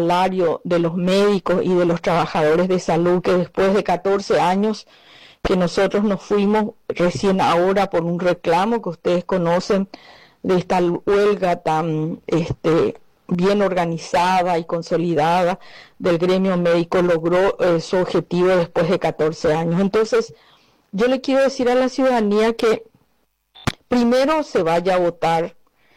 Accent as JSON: {"language": "Spanish", "town": "Lambaré", "region": "Central", "country": "Paraguay", "said": "quiero que mis hijos se queden en el Paraguay, quiero ser abuela en el Paraguay. Yo vivo en Lambaré"}